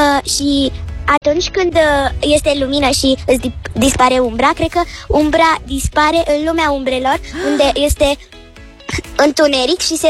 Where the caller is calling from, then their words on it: Bucharest, Romania; din București, am 9 ani